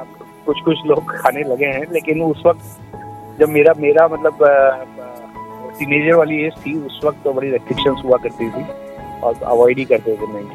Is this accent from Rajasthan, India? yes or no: yes; Rajasthan, India; मैं राजस्थान में एक छोटा जगह है दौसा के पास, मेरा गांव है भांडारे। तो मेरा जन्म वहाँ हुआ 1985 में। मैं एक राजपूत कम्युनिटी से बिलोंग करता हूँ।